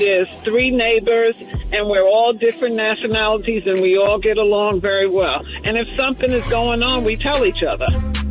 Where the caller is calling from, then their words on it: Houston, Texas, United States; I'm calling from Houston, Texas.